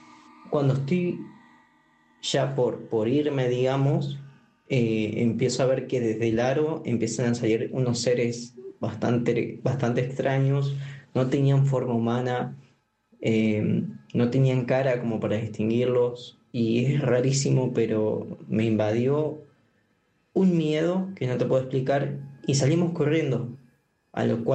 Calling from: Viedma, Río Negro, Argentina; Te hablo desde Viedma, el Río Negro.

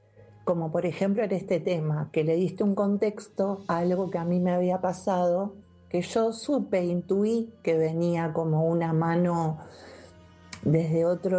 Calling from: Lomas de Zamora, Buenos Aires Province, Argentina; de Lomas.

